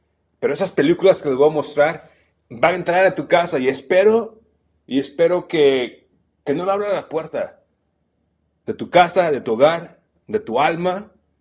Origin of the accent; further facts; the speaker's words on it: Chiapas, Mexico; moved away; Yo soy de Chiapas. Tiene muchos años que no vivo en Chiapas, pero he ido a Guatemala.